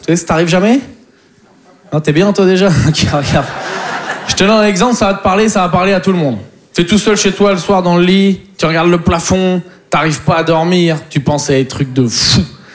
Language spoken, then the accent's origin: French; Poitiers, Nouvelle-Aquitaine, France; Mais bon, en plus, je viens de Poitiers, donc il faut s'occuper. Hein, tu peux pas aller au Futuroscope 5 fois par semaine, quoi.